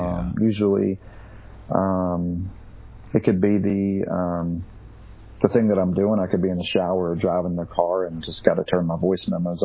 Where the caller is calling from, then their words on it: Cherokee, North Carolina, United States; Cherokee, North Carolina.